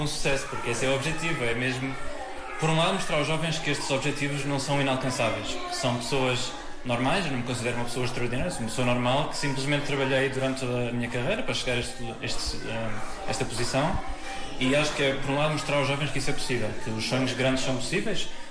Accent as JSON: {"language": "Portuguese", "region": "Lisbon", "country": "Portugal", "said": "eu sou de Lisboa, sou uma cidade relativamente grande, e lembro-me de passar o verão na aldeia dos meus avós, que se chama Boa Sam, perto de Figueira dos Vinhos."}